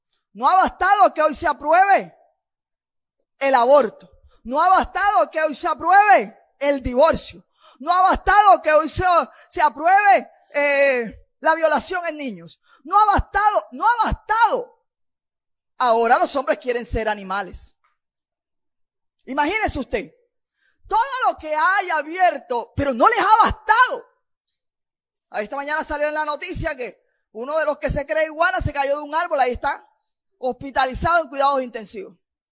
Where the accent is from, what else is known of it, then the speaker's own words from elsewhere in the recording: Cartagena, Bolívar, Colombia; Yo dije, esa es mi ciudad. Ese es mi pueblo.